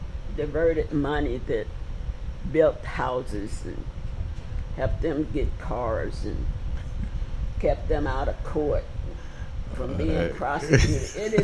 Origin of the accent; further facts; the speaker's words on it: United States; I grew up on the Harris Plantation down east of Hensley.